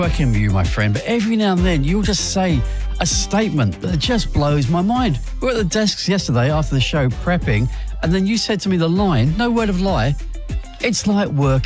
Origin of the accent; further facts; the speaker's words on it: London, United Kingdom; I grew up in South London in the late 60s, 70s.